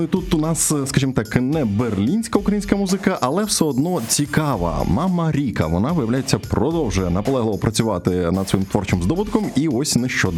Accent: Chernihiv, Chernihiv Oblast, Ukraine; born there; ну просто я там колись народився в Чернігові, так, тому мені це дуже, дуже зачепило мене.

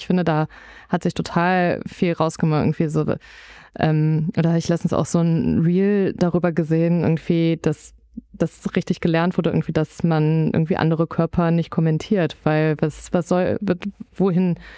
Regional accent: Rhineland, Germany; Ich komme ja aus dem Rheinland

